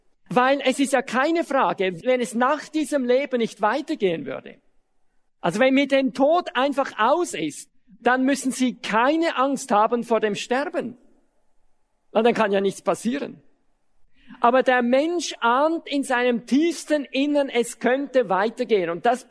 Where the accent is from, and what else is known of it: Switzerland